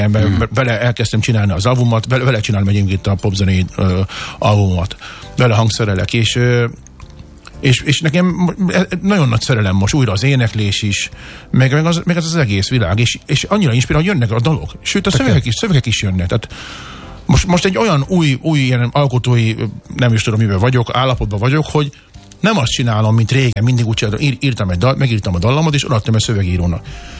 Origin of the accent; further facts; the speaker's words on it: Balassagyarmat, Nógrád, Hungary; moved away; milyen volt Balassagyarmaton felnőni, milyen volt járni az Ipolyra fürdeni